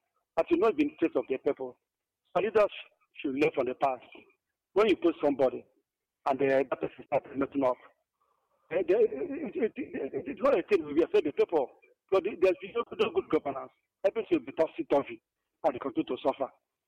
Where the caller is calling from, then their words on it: Nigeria; And I come from Ubunka